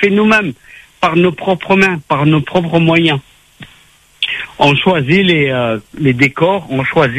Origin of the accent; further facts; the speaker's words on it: Madagascar; moved away; also born or lived in Réunion; quand j'étais enfant en Madagascar, dans le village de Tchastaf